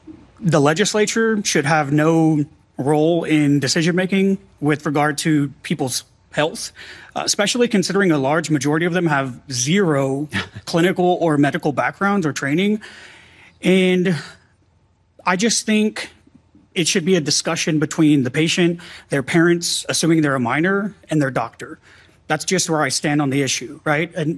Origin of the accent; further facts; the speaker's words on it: Rosenberg, Texas, United States; now in Dallas, United States; Rosenberg, Texas.